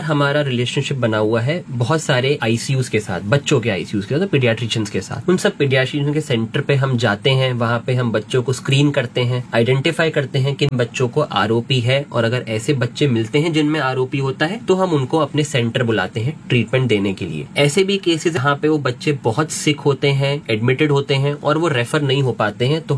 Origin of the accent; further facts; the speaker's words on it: Moradabad, Uttar Pradesh, India; moved away as an adult; मैं मुरादाबाद का ही जन्मा हूँ 1994 में। यहीं का मैं स्कूल में पढ़ा हूँ, उसके बाद मैं अपनी स्कूलिंग के बाद जो है लुधियाना चला गया था।